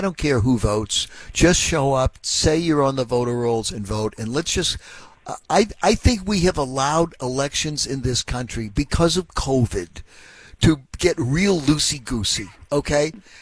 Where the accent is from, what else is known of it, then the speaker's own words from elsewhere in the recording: Boston, Massachusetts, United States; born there; I believe that if I call, I was born in Boston